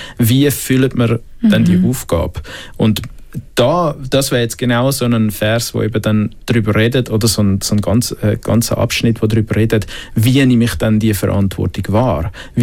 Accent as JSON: {"language": "German", "country": "Switzerland", "first_language": "German"}